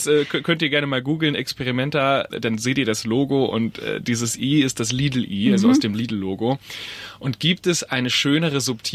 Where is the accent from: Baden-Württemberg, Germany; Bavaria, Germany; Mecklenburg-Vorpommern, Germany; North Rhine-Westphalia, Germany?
Baden-Württemberg, Germany; Ich bin aufgewachsen in der Nähe von Heilbronn. Heilbronn ist eine 130.000 Einwohnerstadt nördlich von Stuttgart, Richtung Würzburg so ein bisschen.